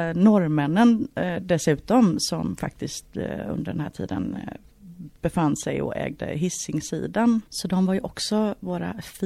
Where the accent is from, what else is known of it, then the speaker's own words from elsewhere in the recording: Gothenburg, Västra Götaland County, Sweden; born there; Det började när jag flyttade hit redan 1976 med min ensamstående mamma.